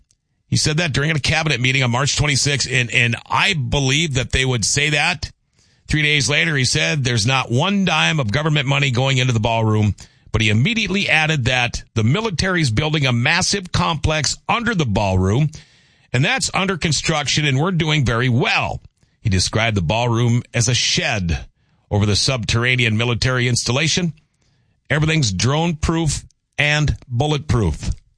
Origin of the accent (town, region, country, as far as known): Thief River Falls, Minnesota, United States; now in Grand Forks, United States